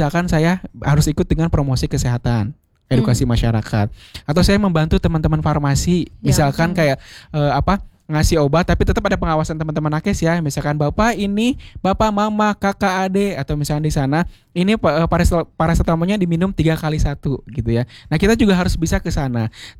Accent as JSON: {"language": "Indonesian", "town": "Bandung", "region": "West Java", "country": "Indonesia", "tie": "born or raised there", "also_born_or_lived": "Cianjur", "moved": "as an adult", "said": "saya kan memang lahir besar di Bandung dan di Cianjur gitu ya, orang-orang Sunda asli yang merantau ke pelosok Indonesia gitu."}